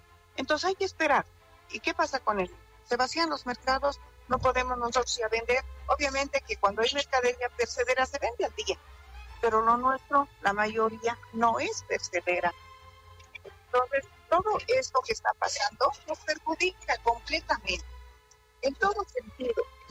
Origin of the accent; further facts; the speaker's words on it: Bolivia; Nuestra moneda boliviana da pena. ¿Cómo vamos a trabajar? A nosotros debería, nosotros somos el sostén de Bolivia